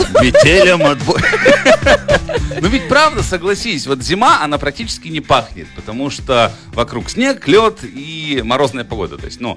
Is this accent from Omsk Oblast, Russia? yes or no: yes; Omsk, Omsk Oblast, Russia; now in Chukotka, Russia; я родом из Омска, и я помню, что там всегда что-то росло, и всегда чем-то пахло.